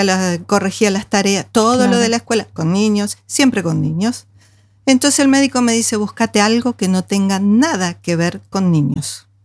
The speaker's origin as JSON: {"language": "Spanish", "region": "Buenos Aires", "country": "Argentina", "said": "vengo de la provincia de Buenos Aires, o sea que soy pampeana también."}